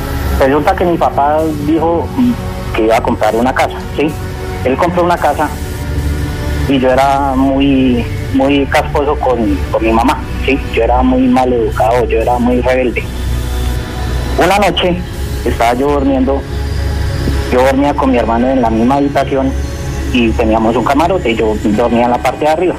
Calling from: Bogotá, Colombia

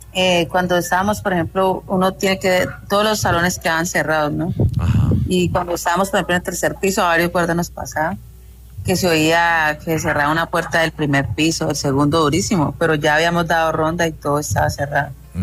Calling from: Yumbo, Valle del Cauca, Colombia; Desde Yumbo.

